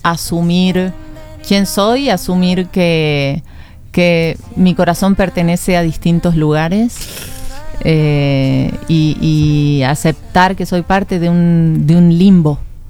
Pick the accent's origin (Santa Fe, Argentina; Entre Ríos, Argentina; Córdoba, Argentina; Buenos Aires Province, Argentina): Córdoba, Argentina; moved away as an adult; also born or lived in Buenos Aires; now in Mexico; porque sí sé que soy de Córdoba, pero llegué y me di cuenta que llevaba fuera de Córdoba la misma cantidad de tiempo que el tiempo que crecí en Córdoba.